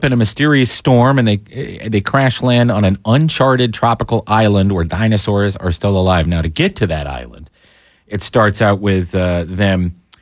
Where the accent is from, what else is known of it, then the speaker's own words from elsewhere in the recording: Tioga County, Pennsylvania, United States; I grew up in Tioga County, Pennsylvania.